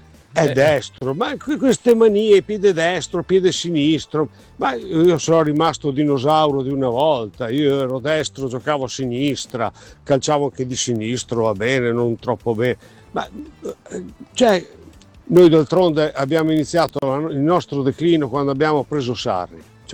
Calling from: Imola, Emilia-Romagna, Italy; da Imola.

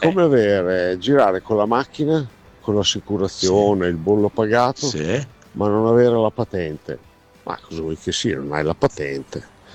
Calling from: Imola, Emilia-Romagna, Italy; da Imola.

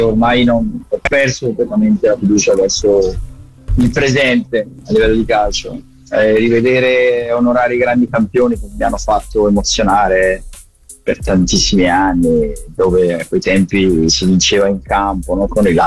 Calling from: Brescia, Lombardy, Italy; Ciao, sono da Brescia.

